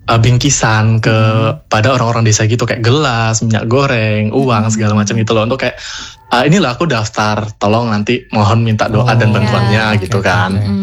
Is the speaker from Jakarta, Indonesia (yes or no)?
no; Tanggamus, Lampung, Indonesia; now in Bandar Lampung, Indonesia; Dari Tanggamus, cuma sekarang lagi kuliah di Bandung Lampung gitu.